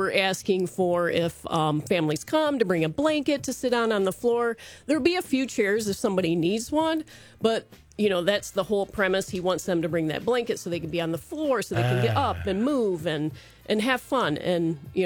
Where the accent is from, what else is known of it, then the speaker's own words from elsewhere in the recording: Horton, Michigan, United States; I grew up. I grew up in Jackson County, out in Horton, little town of Horton, and alma mater, Go Comets.